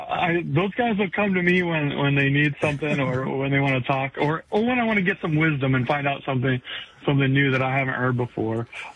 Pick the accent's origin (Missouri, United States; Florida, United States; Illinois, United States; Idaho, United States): Illinois, United States; Tolono; moved away as an adult; also born or lived in North Carolina; now in Sadorus, United States; I grew up north of Tolono.